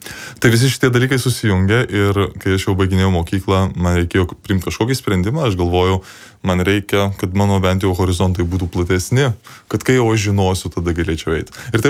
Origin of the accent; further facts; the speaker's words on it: Marijampolė, Marijampolė County, Lithuania; born there; esu iš Marijampolės, baigiau mokyklą